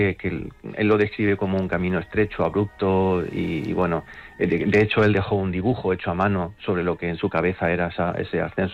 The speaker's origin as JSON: {"language": "Spanish", "town": "Úbeda", "region": "Andalusia", "country": "Spain", "tie": "born or raised there", "lives_now": "Valencia, Spain", "said": "yo soy de Úbeda, yo nací en Úbeda y aunque llevo ya en Valencia pues 25 años, pues mi niñez estuvo muy arraigada a la poesía de San Juan de la Cruz"}